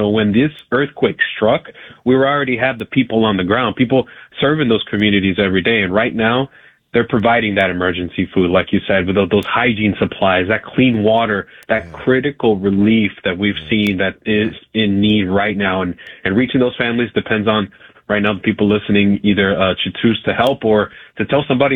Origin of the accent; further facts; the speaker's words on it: Colombia; moved away; Pineda, my hometown in Colombia.